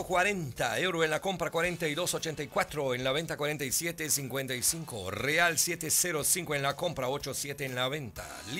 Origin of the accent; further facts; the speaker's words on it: Rio Grande do Sul, Brazil; accent: Portunhol (border dialect); Mostrando os costumes da fronteira, ele mostrando o nosso dialeto, o nosso portunhol.